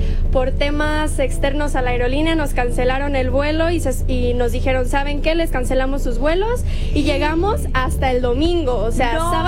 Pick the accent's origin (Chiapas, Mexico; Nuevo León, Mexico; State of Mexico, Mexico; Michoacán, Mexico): Michoacán, Mexico; nosotros somos de Michoacán